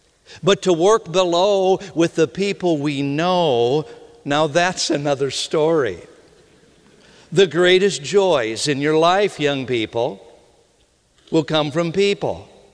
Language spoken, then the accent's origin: English; Minnesota, United States; But I tell ya, growing up in Minnesota